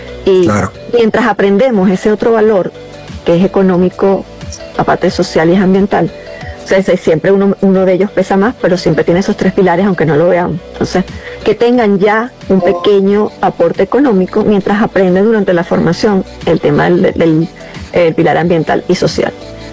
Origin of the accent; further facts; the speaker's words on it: Venezuela; mujeres que no están dentro de Venezuela, pero somos venezolanas.